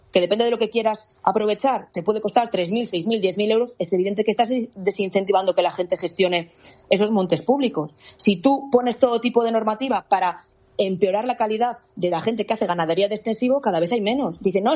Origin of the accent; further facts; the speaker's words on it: Oseja de Sajambre, Castile and León, Spain; mi tierra, en Picos de Europa, en Oseja de Sajambre.